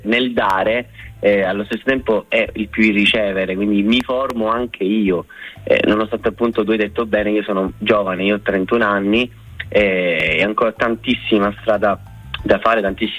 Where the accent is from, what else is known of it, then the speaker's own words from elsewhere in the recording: Messina, Sicily, Italy; Io vengo da Messina, da un quartiere di nome Camaro San Paolo, e la parrocchia e in particolare l'esperienza dell'oratorio è sempre stato un faro all'interno di quel quartiere.